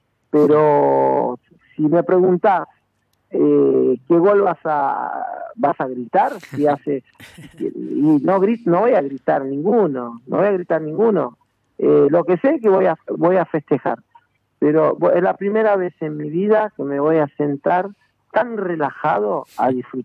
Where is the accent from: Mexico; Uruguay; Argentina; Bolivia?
Argentina; Soy argentino. Hace muchos años que estoy acá en la Argentina, vivo acá en La Plata.